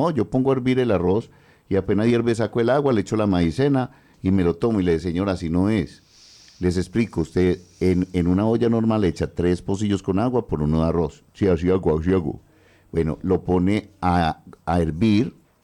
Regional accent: Antioquia, Colombia; Que como buen paisa, que dicen que el paisa no se vara, pero el paisa sí se vara, lo bonito es ver cómo se desvara.

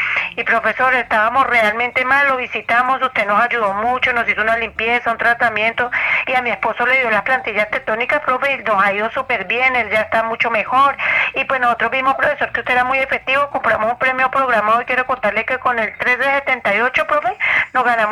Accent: Tolima, Colombia; Nosotros somos del Tolima con mi esposo, profe. Y nosotros le comentaba, nosotros vinimos a cuidar acá una finca, profe.

